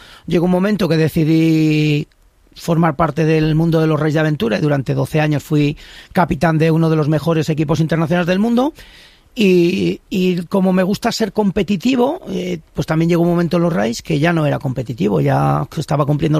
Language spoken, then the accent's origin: Spanish; Íscar, Castile and León, Spain; born or raised there